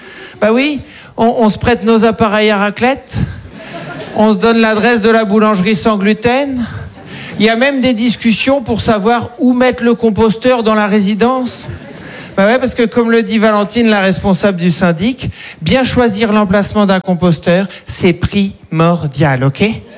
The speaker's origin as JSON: {"language": "French", "town": "Caen", "region": "Normandy", "country": "France", "also_born_or_lived": "Paris", "said": "Et moi, je viens de Caen, j'ai habité 10 ans à Paris, et là, je viens de déménager en banlieue."}